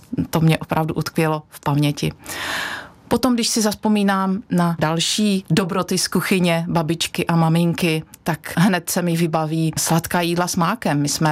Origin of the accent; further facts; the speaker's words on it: Strání, Zlín Region, Czechia; now in Beroun District, Czech Republic; pocházím z Moravského Slovácka, z vesničky Strání, která leží v Bílých Karpatech.